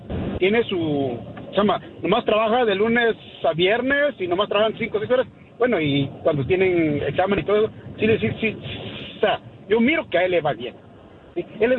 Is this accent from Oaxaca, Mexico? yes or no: yes; Oaxaca, Mexico; Primero, yo también soy troquero y soy de Oaxaca manejando ahorita.